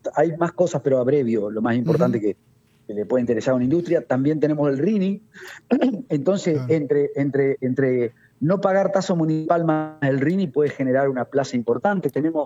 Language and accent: Spanish; Argentina